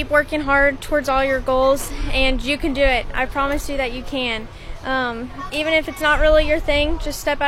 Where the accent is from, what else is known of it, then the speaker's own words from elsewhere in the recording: Sweet Springs, Missouri, United States; I'm from Sweet Springs, and I will be a senior this year.